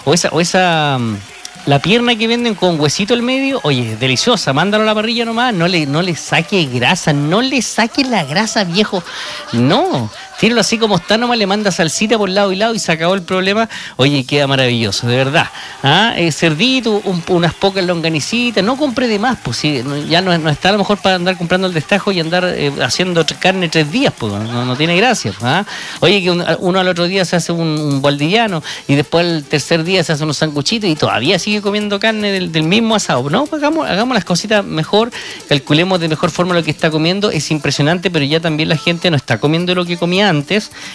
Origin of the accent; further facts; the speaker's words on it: Chile; así somos los chilenos, ¿eh?